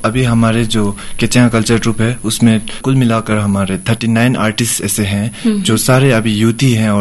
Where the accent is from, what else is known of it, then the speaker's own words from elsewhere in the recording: Lav, Arunachal Pradesh, India; also born or lived in Assam; और मैं love village से बिलोंग करता हूँ। मैंने अपना प्राइमरी एजुकेशन सैनिक स्कूल गोलपरा असम से किया हुआ है